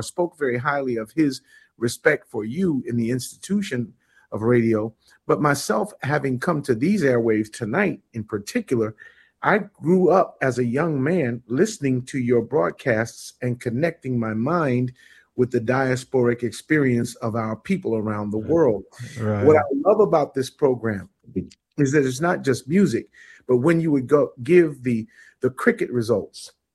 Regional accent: Cincinnati, Ohio, United States; In my hometown, there was a big AM station, WCIN

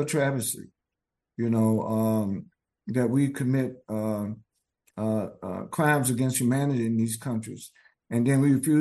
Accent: North Carolina, United States; I spent most of the 1970s unjustly imprisoned in my home state of North Carolina

